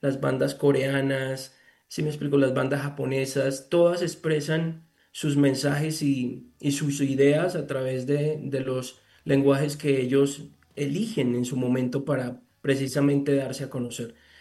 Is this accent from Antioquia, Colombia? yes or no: yes; Medellín, Antioquia, Colombia; Yo crecí en Medellín en los años 80